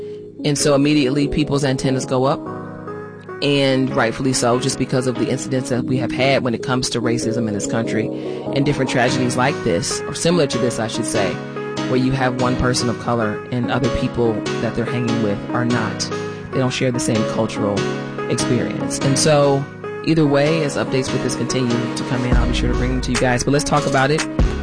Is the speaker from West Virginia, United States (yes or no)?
no; Chicago, Illinois, United States; I'm from Chicago. I've flown in and out of Midway quite a bit.